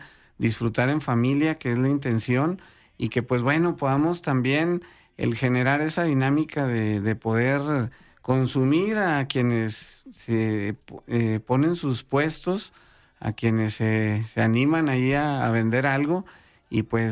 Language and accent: Spanish; Mexico; podamos siempre sentirnos orgullosos de ser mexicanos.